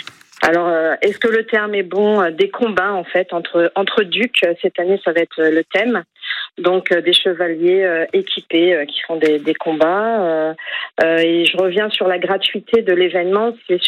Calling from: La Bouëxière, Brittany, France; je vous appelle de la Bouixière.

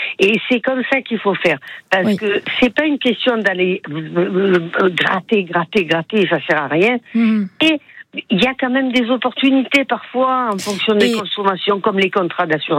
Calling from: Aubagne, Provence-Alpes-Côte d'Azur, France; J'habite sur Aubagne

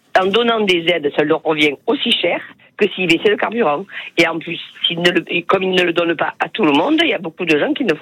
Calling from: Marseille, Provence-Alpes-Côte d'Azur, France; j'habite à Marseille.

